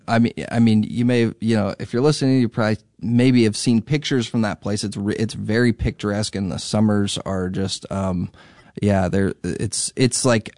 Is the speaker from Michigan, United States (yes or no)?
no; Indiana, United States; A friend of mine from my hometown in Indiana